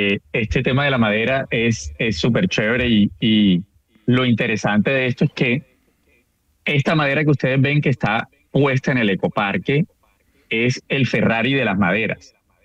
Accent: Barranquilla, Atlántico, Colombia

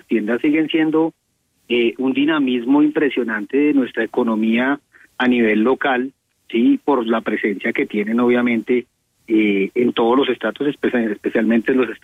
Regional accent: Colombia; nosotros como colombianos

